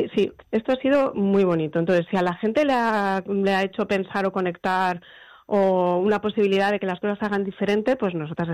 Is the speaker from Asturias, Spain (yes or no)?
yes; Gijón, Asturias, Spain; yo soy de provincias, yo soy de Gijón además, entonces había esta cosa de no digas nada en el colegio que te van a mirar distinto, ¿no?